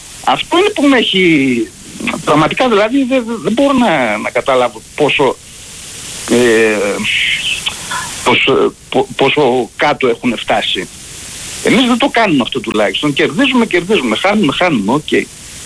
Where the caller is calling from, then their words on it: Egaleo, Attica, Greece; Ολυμπιακός είμαι … από Εγάλεο.